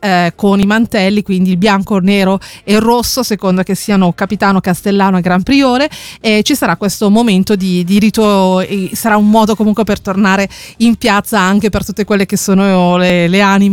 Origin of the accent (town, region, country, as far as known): Legnano, Lombardy, Italy